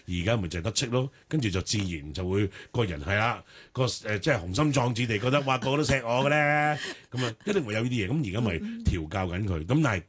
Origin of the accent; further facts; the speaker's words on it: Chaozhou, Guangdong, China; 虽然我系潮州人，虽然我都系家庭观念同埋传统观念都几重嘅一个男人